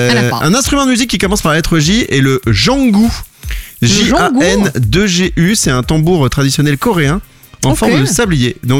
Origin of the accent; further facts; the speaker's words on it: France; Puisque moi, je suis français et Fabi est belge.